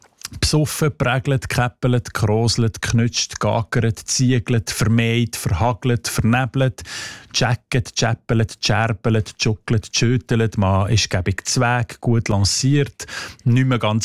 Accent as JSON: {"language": "German", "region": "Fribourg", "country": "Switzerland", "accent": "Seislerdeutsch"}